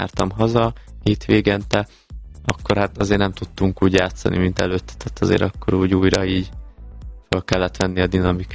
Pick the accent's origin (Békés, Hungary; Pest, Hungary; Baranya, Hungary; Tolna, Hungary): Baranya, Hungary; Nagyvátyon; ugye a apukám maradt otthon a bátyámmal, ugye Pécs mellett, Nagyvátyon, ugye a szülőfalumba